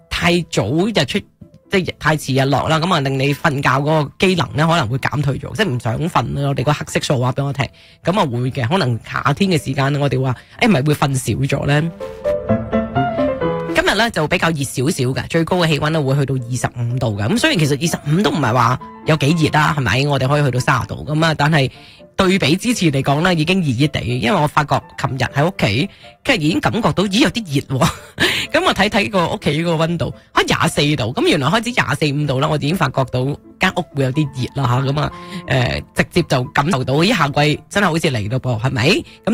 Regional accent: Canada; 作为加拿大人好高兴啊

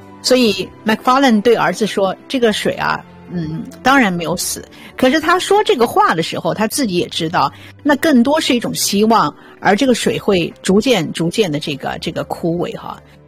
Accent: China; 我们中国人

